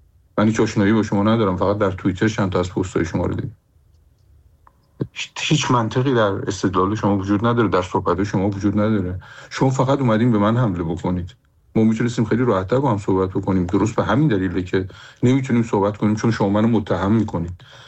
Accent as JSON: {"language": "Persian", "country": "Iran", "moved": "yes", "said": "همه ما ایرانی هستیم،"}